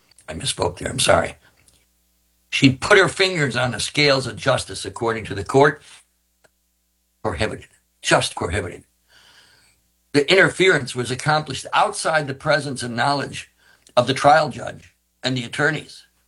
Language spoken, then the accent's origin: English; Webster, New York, United States; I grew up in Webster